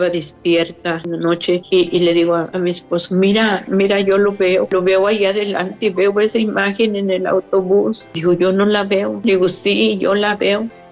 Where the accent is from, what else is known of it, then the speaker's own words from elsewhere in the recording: Mexico; moved away; Es un cuadro grandote, y cuando nos vinimos de México ya no cabía en la camioneta.